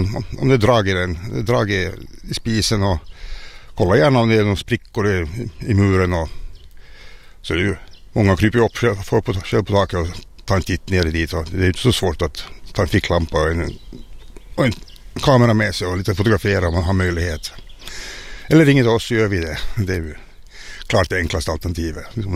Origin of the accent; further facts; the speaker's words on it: Finland; som finnar